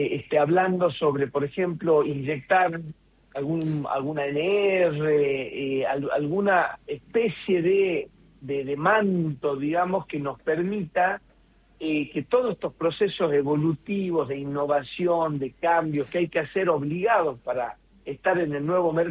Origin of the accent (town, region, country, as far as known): Argentina